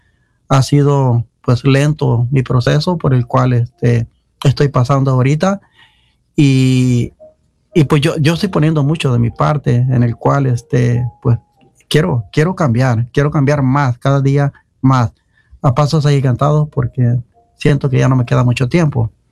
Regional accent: El Salvador; moved away; Yo soy salvadoreño

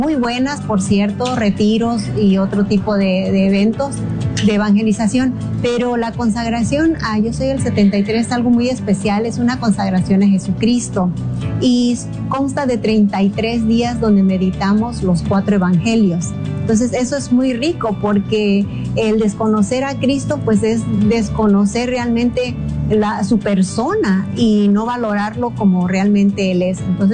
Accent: Guerrero, Mexico; now in Moreno Valley, United States; yo soy originaria de Guerrero, México, de la Costa Chica de Guerrero, y actualmente vivo en Moreno Valley

